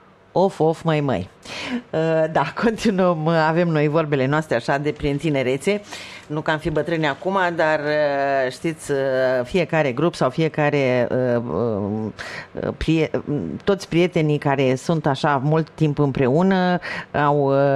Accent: Bucovina, Romania; dacă nu cânt într-o zi Bucovina, nu sunt bucovinean încă.

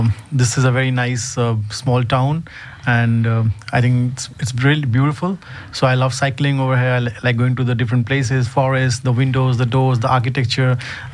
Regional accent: Kolkata, West Bengal, India; born there; English is a second language; now in Jodhpur, India; So I'm born in Calcutta, but I lived in different cities. Yeah. And currently I'm based in Jodhpur, Rajasthan.

